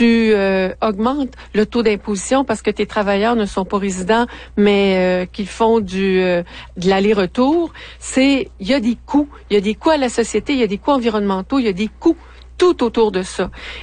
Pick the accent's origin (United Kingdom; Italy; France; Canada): Canada; Baie-Comeau, Quebec; moved away; moi, je viens de la Côte-Nord, Baie-Comeau.